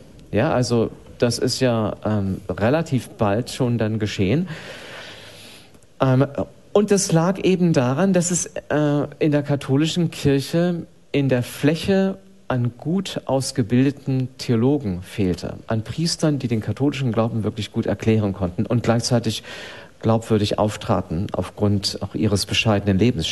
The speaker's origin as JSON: {"language": "German", "region": "Bremen", "country": "Germany", "tie": "born or raised there", "said": "ich bin in einem katholischen Elternhaus aufgewachsen. Ich bin in Bremen aufgewachsen und zwar, das ist ja bekanntermaßen eher protestantisch beziehungsweise jetzt höchst säkular geprägt heutzutage."}